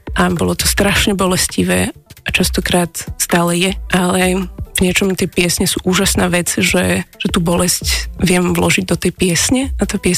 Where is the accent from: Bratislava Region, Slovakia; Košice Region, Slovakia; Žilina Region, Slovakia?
Bratislava Region, Slovakia; Bratislava; Moja mama je z Prešova, môj tatino je z Gvinej. Takže, ale ja už som Bratislavčan.